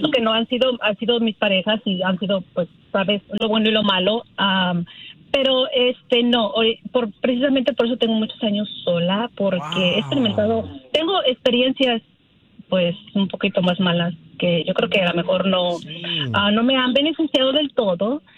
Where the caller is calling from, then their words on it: Jalisco, Mexico; yo soy de Jalisco.